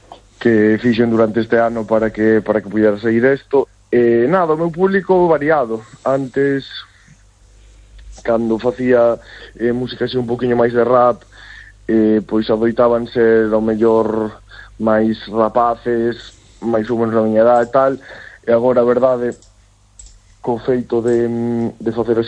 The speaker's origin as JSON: {"language": "Galician", "region": "Galicia", "country": "Spain", "first_language": "Galician"}